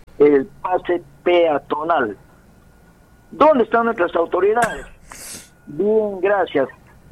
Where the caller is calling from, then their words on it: Peru; Como buen peruano